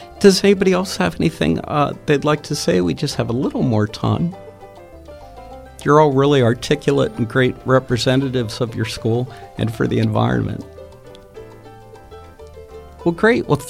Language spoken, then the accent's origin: English; Churchill, Pennsylvania, United States; also born or lived in Edgewood; I used to live in Edgewood, and I grew up in Churchill, not too far from you.